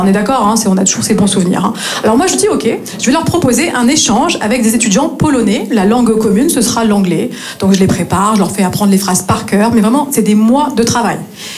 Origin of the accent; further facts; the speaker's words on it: Grand Est, France; moved away as an adult; now in Marseille, France; je viens du nord-est de la France et je me suis installée ici à Marseille il y a tout juste 3 ans et demi.